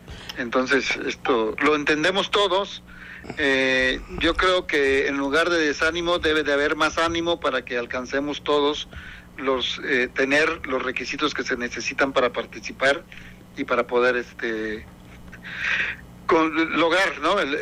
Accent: Tabasco, Mexico; y estando más ahí en mi tierra, ¿verdad?

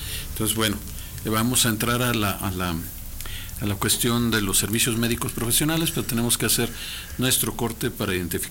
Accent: Aguascalientes, Mexico; born there; yo nací en el ISSSTE, que estaba en el Hospital Hidalgo, el último piso.

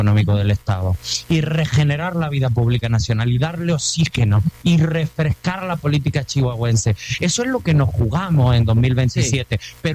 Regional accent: Spain; soy el único de España que yo le caigo cosa mal

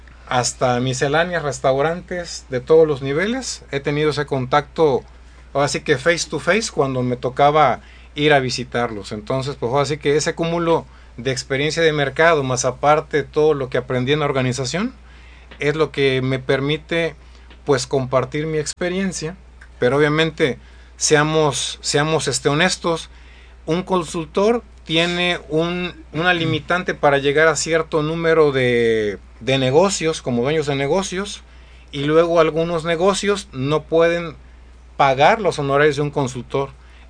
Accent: Acapulco, Guerrero, Mexico; originario de Acapulco, orgullosamente guerrerense, pues, así que todos mis estudios los hice en Guerrero

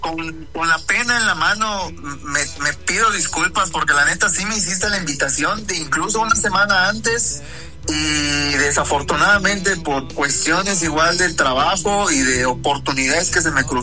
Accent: Mérida, Yucatán, Mexico; somos de la Ciudad Blanca

